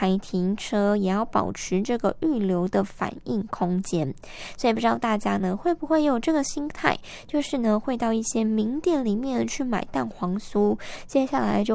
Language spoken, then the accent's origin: Chinese; Taiwan; 我们台湾人